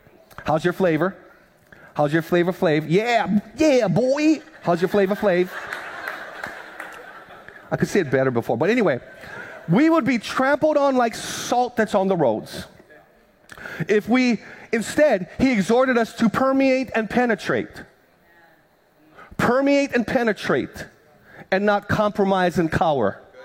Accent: Hawaii, United States; But back when I was growing up on the Big Island, my Filipino grandma, go to the ice box

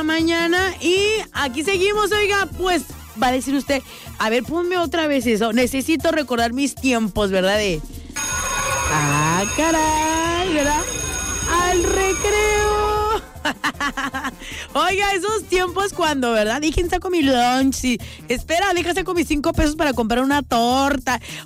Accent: Mexico; Como buenos mexicanos que somos, muy supersticiosos, tenemos creencias

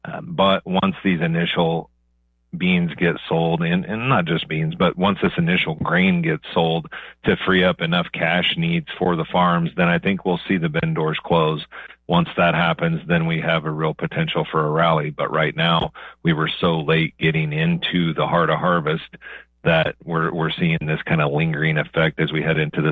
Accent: Kansas, United States; where I grew up in Western Kansas

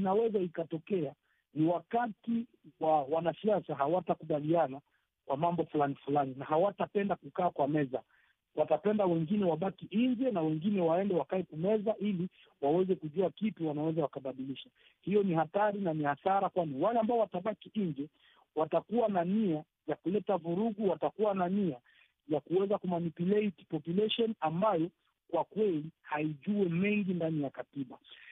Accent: DR Congo; kwangu binafsi kama mkongomani

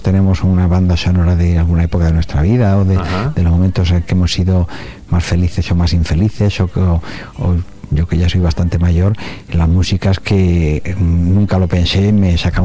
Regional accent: Castilla-La Mancha, Spain; also born or lived in A Coruña; yo nací en Galicia, en La Coruña, y vivía en una ciudad muy bonita hasta los 5 años y después me trasplanté a La Mancha.

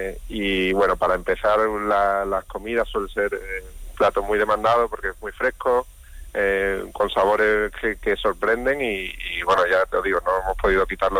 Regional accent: Mairena del Aljarafe, Andalusia, Spain; moved away as an adult; also born or lived in Latin America; yo soy de Mairena de toda la vida, pero bueno, hace muchos años me fui a Latinoamérica

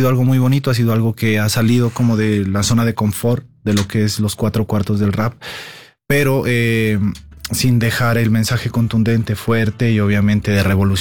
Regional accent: Pasto, Nariño, Colombia; born there; now in Bogotá, Colombia; Nací en San Juan de Pasto, que es una ciudad al sur de Colombia, límites con el Ecuador. Pero decidí vivir como tal en la capital, que es en Bogotá.

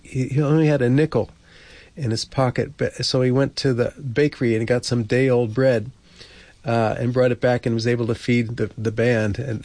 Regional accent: Colonia, New Jersey, United States; also born or lived in Newark; Anyway, born in Newark. I grew up in Colonia, New Jersey, which is Woodbridge Township in kind of central Jersey, in a Middlesex County.

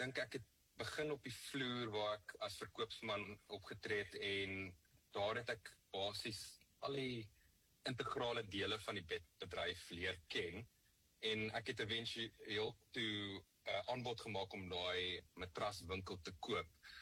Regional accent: Johannesburg, Gauteng, South Africa; Ek het in Johannesburg groot geword, in 'n huis waar werk en dissipline en verantwoordelikheid belangrik was.

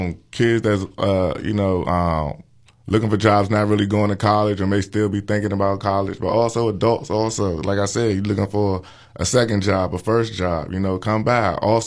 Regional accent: Washington, District of Columbia, United States; I'm from D.C.

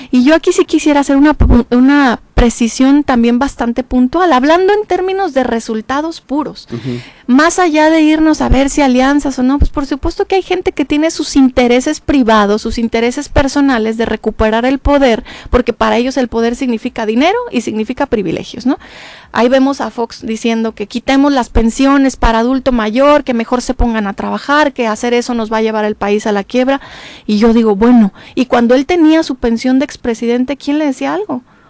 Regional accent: Mexico

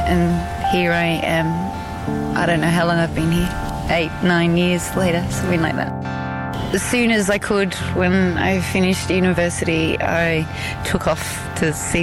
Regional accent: Sydney, New South Wales, Australia; now in Alice Springs, Australia; I grew up in Sydney, but I definitely feel that I belong here more than where I came from.

